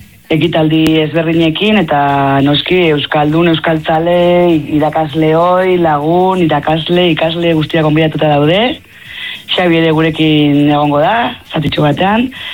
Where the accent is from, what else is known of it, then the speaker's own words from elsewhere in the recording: Elgoibar, Basque Country, Spain; moved away as an adult; now in Tudela, Spain; ni izatez Elgoibartarra naiz.